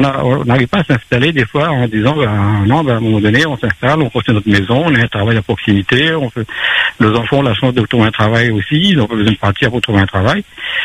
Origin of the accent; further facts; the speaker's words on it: Saint-Benoît, Réunion; born there; now in Saint-Denis, Réunion; En fait, moi, à l'origine, je suis né de Saint-Benoît.